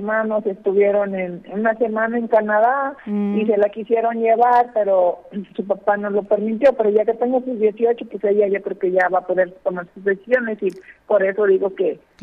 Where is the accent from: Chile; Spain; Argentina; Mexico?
Mexico; No, yo como buena nativa mexicana, yo siempre le daba sus 5 besitos en el rostro